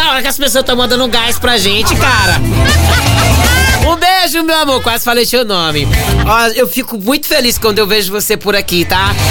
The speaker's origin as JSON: {"language": "Portuguese", "region": "Northeast Region", "country": "Brazil", "said": "Somos nós, nordestinos retados."}